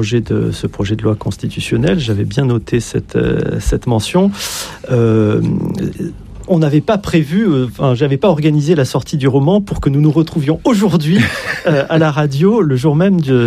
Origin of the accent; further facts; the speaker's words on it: Corsica, France; Pour ma part, je suis Corse, d'origine corse, très attachée à la Corse, mais j'ai aussi une autre histoire